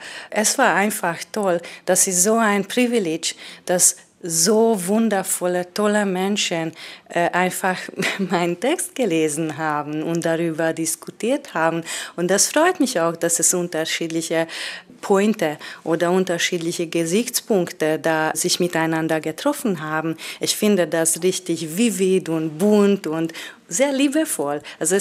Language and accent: German; Hungary; moved away; ich komme ursprünglich aus Ungarn und in den letzten mehreren Jahren zirkuliere ich meistens zwischen deutschsprachigen Ländern.